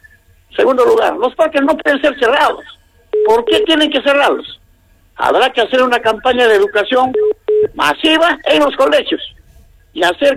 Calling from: Cerro Colorado, Arequipa, Peru; yo soy vecino de Cerro Colorado

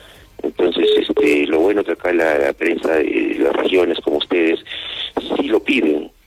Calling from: Miraflores, Peru; Yo llamo de Miraflores. Sí, de Miraflores.

